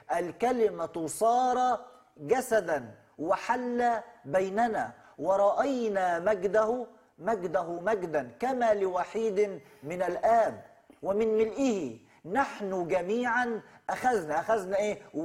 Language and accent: Arabic; Upper Egypt, Egypt; عندنا في الصعيد يقول لك اسأل مجرب ولا تسأل طبيب.